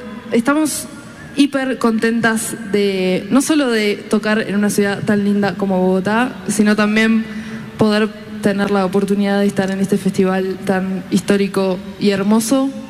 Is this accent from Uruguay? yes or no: yes; Uruguay; somos una banda uruguaya.